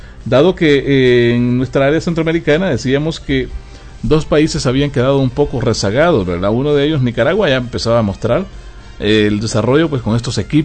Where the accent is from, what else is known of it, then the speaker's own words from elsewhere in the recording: El Salvador; nosotros como salvadoreños